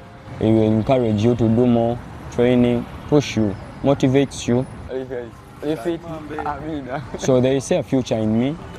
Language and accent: English; Uganda; I grew up in Chibuli. The situation is tough out there. In my village where I come from, it's a slum area